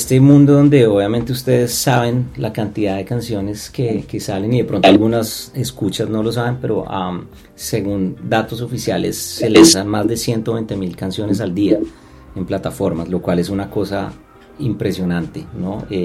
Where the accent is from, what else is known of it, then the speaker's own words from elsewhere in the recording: Colombia; now in United States; Colombia claramente somos uno de los, digamos, de los países que tenemos más visibilidad